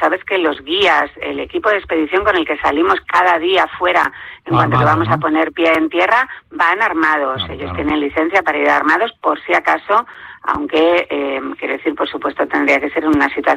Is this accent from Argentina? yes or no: no; Spain; Nosotros somos los únicos españoles, pero hay mexicanos, hay gente de todas partes del mundo.